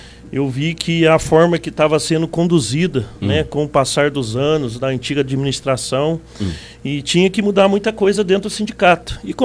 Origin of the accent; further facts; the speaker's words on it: Cunha, São Paulo, Brazil; moved away as an adult; now in Pindamonhangaba, Brazil; eu sou lá da cidade de Cunha, certo? E quando chegou no mês de julho, aí eu vim para cá, para Pinda, acabei comprando um imóvel aqui e estou residindo aqui.